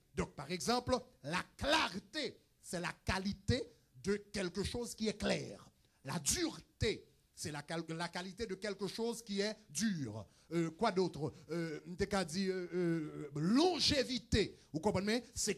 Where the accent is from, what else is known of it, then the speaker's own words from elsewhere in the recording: Haiti; que moi avant, en tant qu'haïtien, je dis, hein, nous vînes qu'on est sous le nom d'Ezuli.